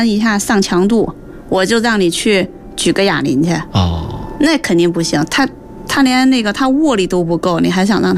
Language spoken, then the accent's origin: Chinese; China